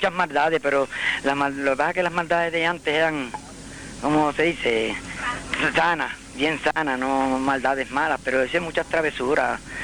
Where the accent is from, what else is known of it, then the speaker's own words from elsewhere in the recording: Lajas, Puerto Rico; also born or lived in Salinas, Puerto Rico; yo vine aquí por la situación de mi querida madre, pues que me trajo aquí cuando yo tenía llegando ya cerca de un año, me trajo aquí al barrio La Haya y aquí me quedé.